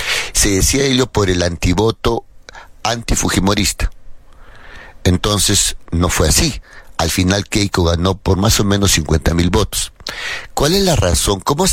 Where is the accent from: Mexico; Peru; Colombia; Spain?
Peru